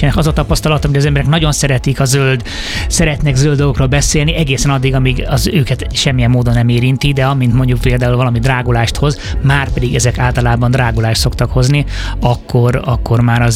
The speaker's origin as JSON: {"language": "Hungarian", "region": "England", "country": "United Kingdom", "tie": "born or raised there", "moved": "yes", "lives_now": "Hungary", "said": "legalábbis én Angliában nőttem föl"}